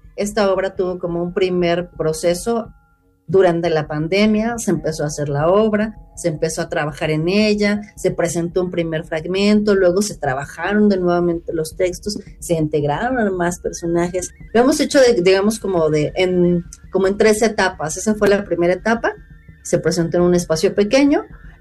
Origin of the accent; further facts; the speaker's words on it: Mexico; nosotros mismos como mexicanos conozcamos un poquito más de nuestra cultura